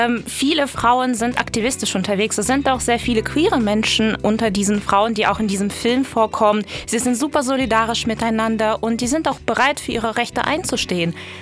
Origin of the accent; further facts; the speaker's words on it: Russia; moved away; Mein Name kann es vielleicht schon so ein bisschen verraten, aber ich komme tatsächlich selbst aus Russlands Grenzregion zu Kasachstan